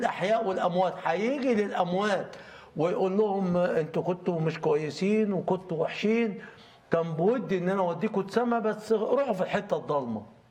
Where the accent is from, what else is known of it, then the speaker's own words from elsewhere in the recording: Egypt; عندنا في مصر